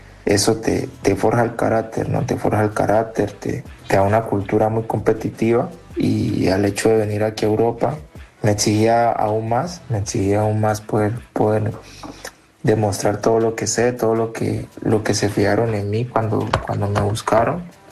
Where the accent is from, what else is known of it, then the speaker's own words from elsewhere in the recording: Colombia; moved away as an adult; now in Russia; nosotros como colombianos